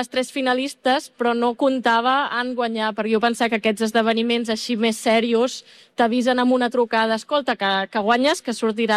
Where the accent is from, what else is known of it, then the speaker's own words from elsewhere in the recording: Catalonia, Spain; now in Berlin, Germany; soc autora catalana, faig còmics i així